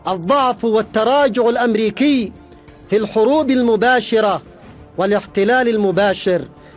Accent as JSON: {"language": "Arabic", "country": "Yemen", "said": "وفي بلدنا اليمن"}